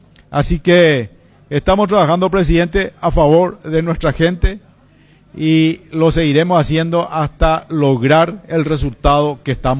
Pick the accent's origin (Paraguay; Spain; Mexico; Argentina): Paraguay; born there; Realmente crecí viendo personas levantándose de madrugada para cruzar el puente.